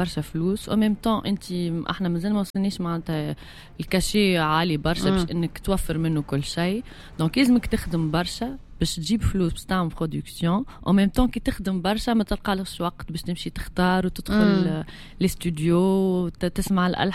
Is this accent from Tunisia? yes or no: yes; Tunisia; انا نغني تونسي ونحب نوصل صوتي بالتونسي ولذيك ليدونتيتي نتاعنا وانا نعتزن اني تونسيه